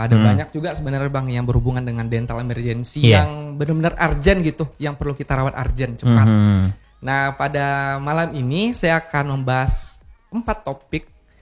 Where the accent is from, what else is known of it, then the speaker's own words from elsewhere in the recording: Surakarta, Central Java, Indonesia; now in Padang, Indonesia; Dan saya asal dari Solo bang.